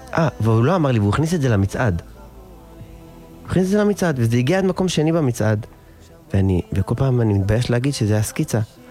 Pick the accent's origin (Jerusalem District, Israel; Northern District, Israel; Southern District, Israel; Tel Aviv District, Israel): Southern District, Israel; Netivot; born or raised there